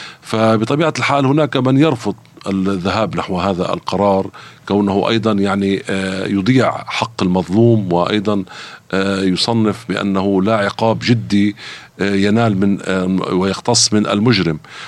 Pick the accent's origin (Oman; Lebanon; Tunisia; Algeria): Lebanon; عندنا في لبنان